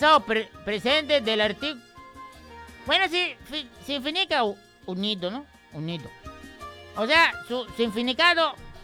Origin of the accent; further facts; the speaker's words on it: Mexico; somos mexicanos. Somos hermanos, somos mexicanos.